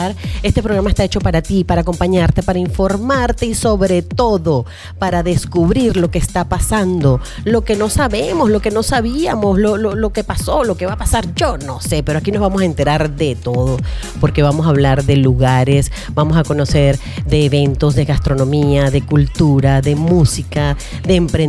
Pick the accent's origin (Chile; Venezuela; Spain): Venezuela; ya todos saben que soy venezolana de pura cepa, soy un poco ochentosa, yo soy modelo 72, yo soy adolescente del siglo pasado